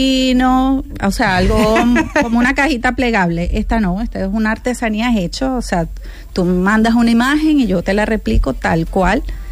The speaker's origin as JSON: {"language": "Spanish", "town": "Huelva", "region": "Andalusia", "country": "Spain", "also_born_or_lived": "Venezuela", "said": "Yo soy de Huelva, yo"}